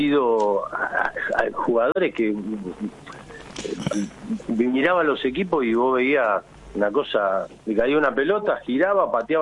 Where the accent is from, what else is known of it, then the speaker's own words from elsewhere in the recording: Haedo, Buenos Aires Province, Argentina; Acá de la zona oeste, yo soy de Aedo